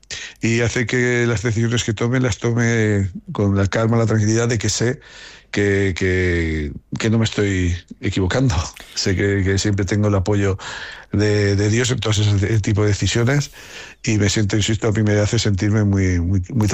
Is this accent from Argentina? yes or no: no; Haro, La Rioja, Spain; soy un auténtico privilegiado, Manolo, porque yo me he sentido siempre y me siento muy querido en mi pueblo. Mi pueblo, que la alcaldesa cuando me oye hablar así se enfada porque dice … que Aro es una ciudad.